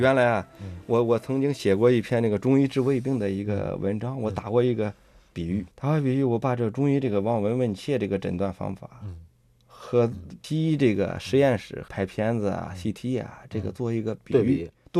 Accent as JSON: {"language": "Chinese", "town": "Xingtai", "region": "Hebei", "country": "China", "tie": "born or raised there", "moved": "yes", "said": "这个扁鹊祠就是在我们老家那儿，"}